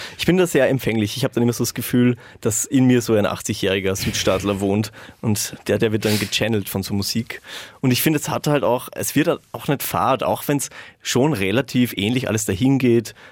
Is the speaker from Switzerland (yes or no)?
no; Austria; so wir quasi, die wir in Österreich irgendwie aufgewachsen sind, haben eigentlich gar keine Vorstellung, was es heißt, im Midwest in diesen Flyover States zu leben.